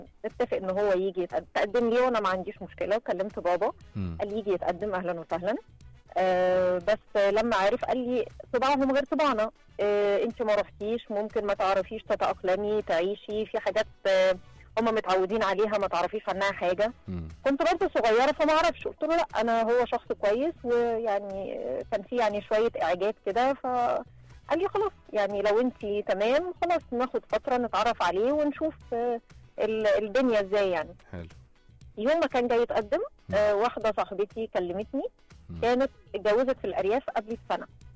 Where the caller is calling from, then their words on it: Cairo, Cairo Governorate, Egypt; انا من القاهرة وهو كان من الارياف. انا عمري ما رحت الارياف